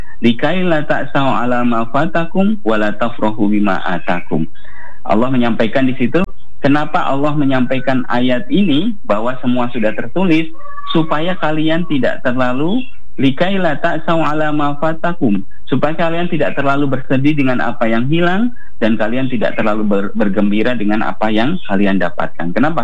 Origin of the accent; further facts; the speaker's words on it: Kediri, East Java, Indonesia; Kita orang Kediri belum tentu meninggal di Kediri.